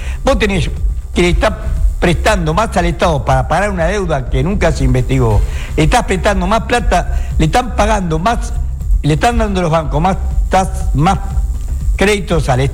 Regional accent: Tucumán, Argentina; born there; Yo soy tucumano de nacimiento, o sea que hablo con fundamento.

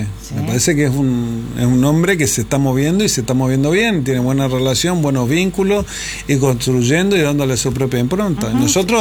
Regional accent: Corrientes, Argentina

